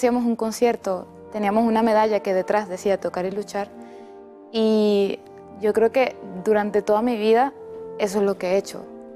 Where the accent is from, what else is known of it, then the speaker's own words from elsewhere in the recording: Venezuela; todos los músicos que crecimos en Venezuela y aprendimos a tocar un instrumento